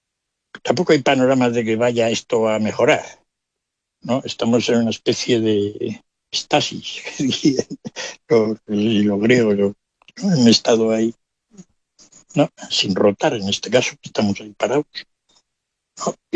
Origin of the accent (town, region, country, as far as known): Spain